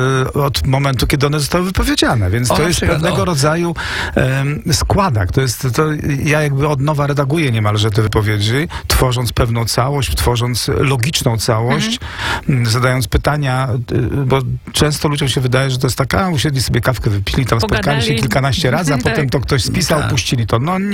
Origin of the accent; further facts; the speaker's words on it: Warsaw, Masovian Voivodeship, Poland; moved away as an adult; now in Kraków, Poland; jak 20 lat temu się wyprowadziłem z Warszawy, jestem warszawiakiem, który się przyniósł do Krakowa